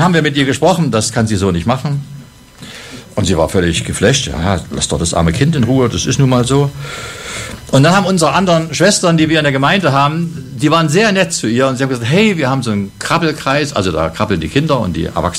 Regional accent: Jena, Thuringia, Germany; Und in meiner Nähe gibt es die Saaletalsperren, wo ich aufgewachsen bin in Jena.

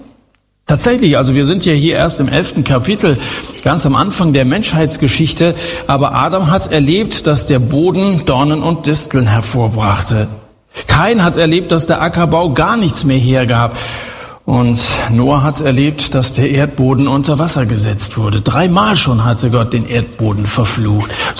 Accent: Hesse, Germany; Bei uns in Hessen sagt man, wir schwätzen miteinander.

